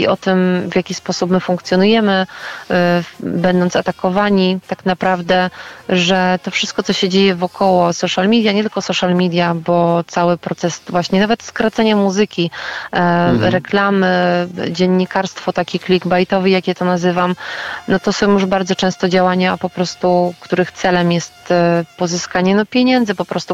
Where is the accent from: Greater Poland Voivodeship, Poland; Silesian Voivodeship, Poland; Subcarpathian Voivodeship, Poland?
Silesian Voivodeship, Poland; born there; accent: Silesian; Wiesz co, ja się urodziłam na Śląsku, ale również jestem z pochodzenia naprawdę z takiej prawdziwej śląskiej rodziny.